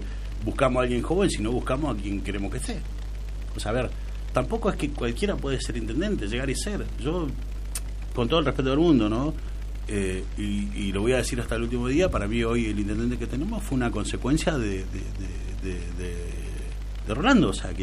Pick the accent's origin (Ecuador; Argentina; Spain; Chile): Argentina; Junín; Somos gente de Junín, nos conocemos todos.